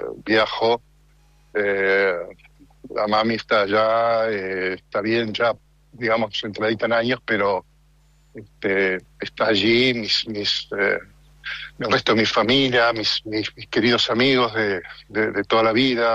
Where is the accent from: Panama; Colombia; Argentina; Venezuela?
Argentina; El Talar, Buenos Aires Province; moved away as an adult; also born or lived in Italy; Yo soy de zona norte de Gran Buenos Aires, sí. Específicamente soy del Talar, que está al lado de General Pacheco.